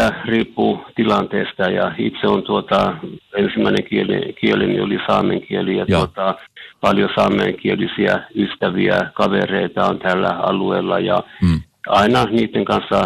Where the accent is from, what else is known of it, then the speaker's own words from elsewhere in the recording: Lapland, Finland; minä itse olen saamelainen